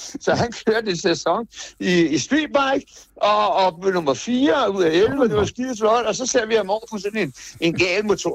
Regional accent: Capital Region of Denmark, Denmark; Ja, jeg er fra Nordsjælland, og det hænger stadigvæk med.

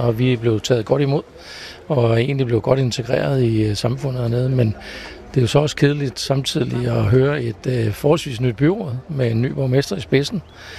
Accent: Holbæk, Zealand, Denmark; jeg kommer jo fra Holbæk Kommune

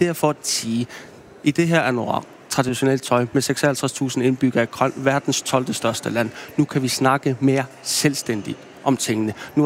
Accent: Greenland; first language Greenlandic; Danish is a second language; Mit valgkreds, det er grønlandsk. Det er mit modersmål. Dansk er mit tredje sprog nærmest.

